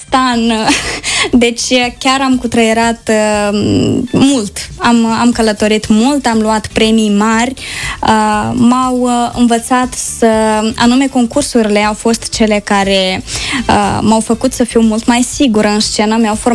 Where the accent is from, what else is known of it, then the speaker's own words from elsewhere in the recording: Pîrjolteni, Călărași District, Moldova; moved away; în satul meu de Baștină, unde am înlocuit Baraboiul cu Pârjolteniul.